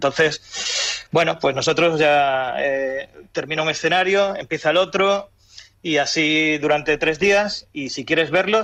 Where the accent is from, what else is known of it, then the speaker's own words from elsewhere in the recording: Málaga, Andalusia, Spain; nosotros para empezar somos malagueños